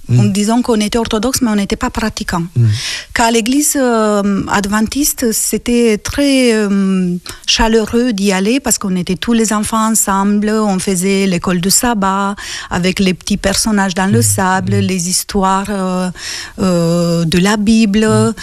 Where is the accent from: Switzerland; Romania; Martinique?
Romania; Războieni, Iași County; accent: Romanian; French is a second language; moved away as an adult; also born or lived in Italy; now in France; moi, je suis née à Iași, mais j'ai vécu à 50 km dans la campagne. Et cette petite ville que j'aime beaucoup s'appelle Războieni. Et c'est là que j'ai grandi.